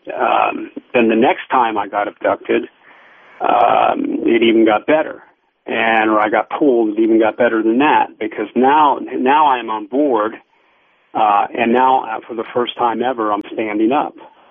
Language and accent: English; United States; So, my bloodline is Italian, but I mean I've been third generation, whatever, second generation. I'm American.